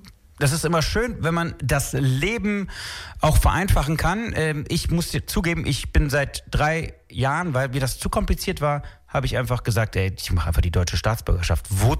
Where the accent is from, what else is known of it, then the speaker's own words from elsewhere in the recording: Gerresheim, North Rhine-Westphalia, Germany; born there; Ich bin in Gerresheim geboren.